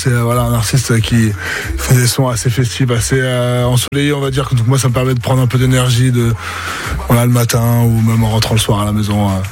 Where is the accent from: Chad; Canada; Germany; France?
France; Antony, Île-de-France; moved away as an adult; also born or lived in Paris / Arcueil / Vannes / Toulon; now in Oyonnax, France; Je suis né à Paris même, j'ai grandi en banlieue, à Arcueil et à Antony plus précisément